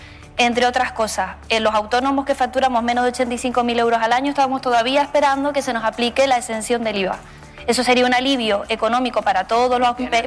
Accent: Canary Islands, Spain; El elefante en la habitación, la vivienda, nosotros que somos de Tenerife, es prohibitivo, literal, vivir allí

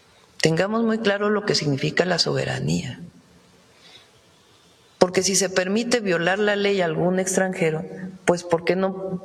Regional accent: Mexico; Pero tenemos que ser muy serios como mexicanos

